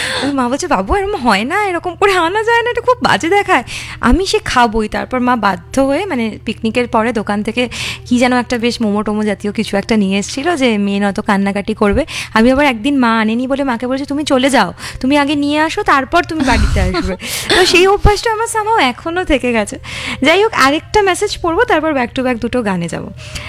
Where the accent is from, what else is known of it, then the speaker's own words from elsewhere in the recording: Belgharia, West Bengal, India; আমি যে জায়গায় বড় হয়েছি মানে বেলঘড়িয়া তো একটু শহরতলি